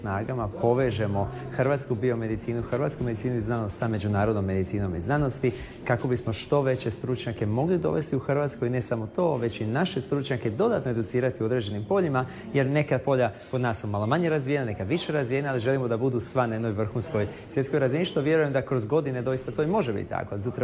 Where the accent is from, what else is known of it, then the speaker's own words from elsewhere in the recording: Split, Split-Dalmatia County, Croatia; accent: Split; moved away as an adult; also born or lived in Zagreb, Croatia; now in United States; Ja sam završio medicinski fakultet s ponosom u Splitu, inače rođen iz Splita, odrastao u Splitu i sve kažu da imam toliko naglasak iz Splita, ali ima tu i tamo negdje naglasak.